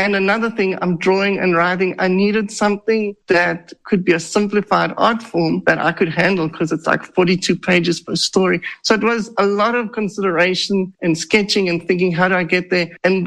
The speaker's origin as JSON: {"language": "English", "country": "South Africa", "tie": "born or raised there", "said": "was a better life for him to come to South Africa, and he had opportunity, so he moved there and I grew up in South Africa."}